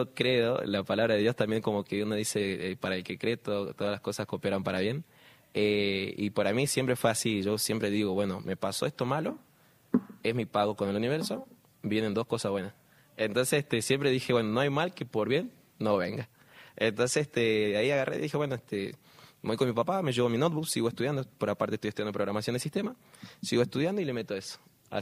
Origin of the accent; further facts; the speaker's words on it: Jujuy, Argentina; moved away; bueno, a mí me costó mucho salir de Jujuy.